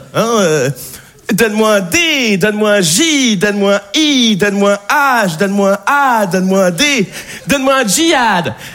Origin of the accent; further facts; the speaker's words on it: Nouvelle-Aquitaine, France; Je viens d'un petit village de Charente, de 300 habitants, et je sais ce que vous vous dites sur la Charente.